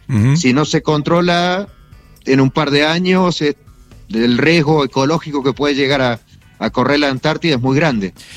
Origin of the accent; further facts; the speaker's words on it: Patagonia, Argentina; Mira, yo soy patagónico, así que estoy